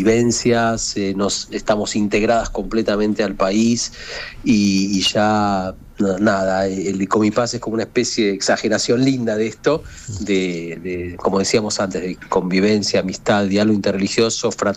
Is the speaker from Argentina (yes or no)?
yes; Argentina; todos como argentinos